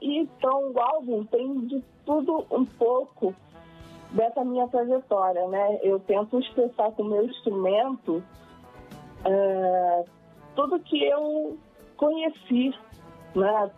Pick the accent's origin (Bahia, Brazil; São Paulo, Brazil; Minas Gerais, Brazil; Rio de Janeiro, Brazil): Rio de Janeiro, Brazil; accent: carioca; Porque tem um sotaque, porque eu tento colocar o meu sotaque de carioca, né, e a música brasileira nele.